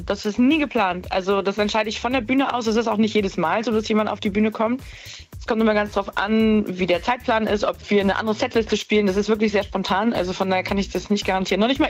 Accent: Delmhorst, Lower Saxony, Germany; born there; Ich komme aus Delmhorst.

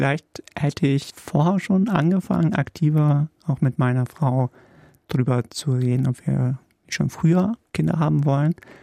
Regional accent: Poland; Ich komme ja aus Polen, da ist man, glaube ich, katholisch mit Default-Einstellung.

